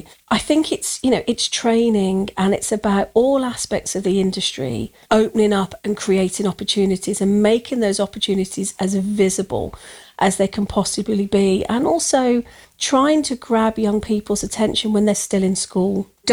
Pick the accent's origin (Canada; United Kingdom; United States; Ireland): United Kingdom; Birmingham, West Midlands; it was set in my hometown.